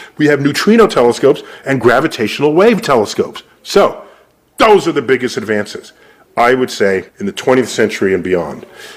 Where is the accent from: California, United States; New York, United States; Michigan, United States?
New York, United States; New York City; And I grew up in New York City, so it wasn't just on a special trip to the Hayden Planetarium.